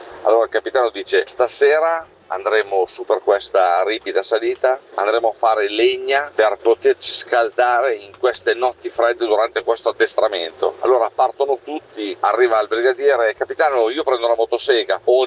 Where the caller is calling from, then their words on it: Tortona, Piedmont, Italy; il fabbro di Tortona